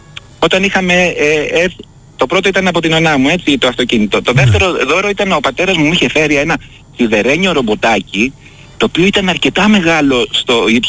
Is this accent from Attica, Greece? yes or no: yes; Athens, Attica, Greece; also born or lived in Tripoli; Ήμασταν τότε στην Τρίπολη που είχα γεννηθεί εγώ. Βέβαια μεγάλωσα στην Αθήνα, σε ένα σπίτι, τέλος πάντων, το οποίο ήταν νοικιασμένο